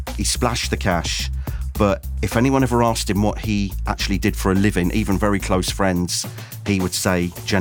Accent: Ireland; now in United Kingdom; During the 70s and 80s, there was the IRA bombing campaign going on over here. So being Irish was keep your head down, don't talk to the police, don't talk to outsiders

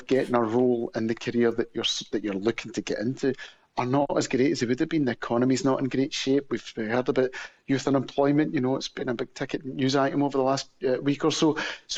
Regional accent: Scotland, United Kingdom; when I was growing up in Scotland, it was a no-brainer.

